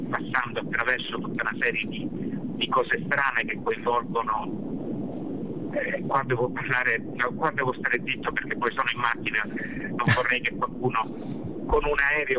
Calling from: Sicily, Italy; parlo da siciliano

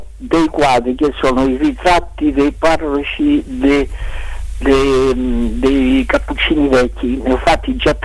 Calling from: Recanati, Marche, Italy; io sono di Recanati

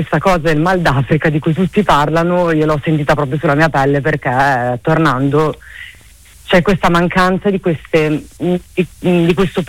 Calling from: Bologna, Emilia-Romagna, Italy; Sono da Bologna, vi chiamo da Bologna io.

